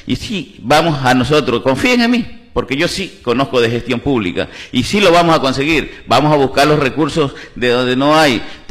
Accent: Tosagua, Manabí, Ecuador; nací en Socosoco, de bachillero, mi lindo Tosagua. He estado en muchas funciones, pero jamás he abandonado mi pueblo, vivo en mi pueblo.

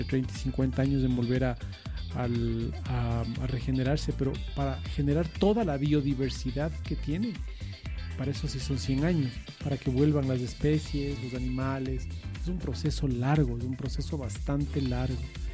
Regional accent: Quito, Pichincha, Ecuador

